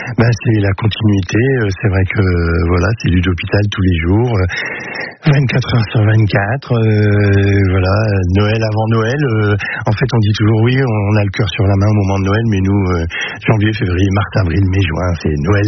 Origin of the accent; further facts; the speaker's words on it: Lille, Hauts-de-France, France; born there; Moi, je suis né à Lille. Oui, je suis né à Lille. En 1959, j'ai 66 balais, voilà.